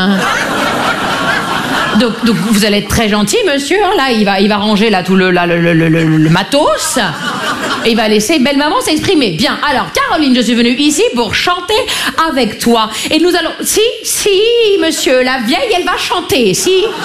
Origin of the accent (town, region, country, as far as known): Grand Est, France; accent: Vosges